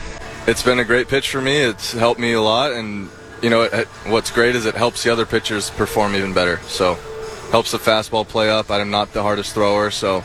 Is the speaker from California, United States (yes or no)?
yes; California, United States; now in Utah, United States; getting to visit my parents where I grew up in California is not too shabby either.